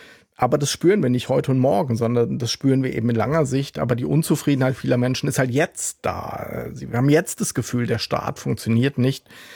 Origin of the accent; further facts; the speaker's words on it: Rhineland-Palatinate, Germany; Ich bin ja ein Kind des Landes. Ich bin in Rheinland-Pfalz in einer ländlichen Region aufgewachsen.